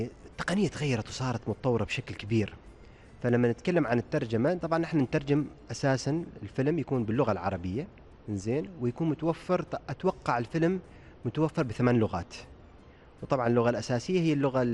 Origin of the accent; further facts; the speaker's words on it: Oman; نحن كعمانيين